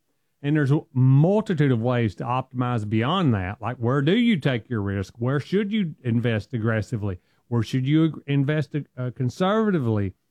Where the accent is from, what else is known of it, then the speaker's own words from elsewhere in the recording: the South, United States; accent: Southern; And I know I'm from the South and I got a strong accent.